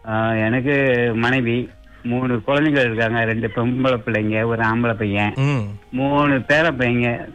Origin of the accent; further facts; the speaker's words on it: Selangor, Malaysia; பிறந்து வளர்ந்ததுல சிலைங்கூர் தான்.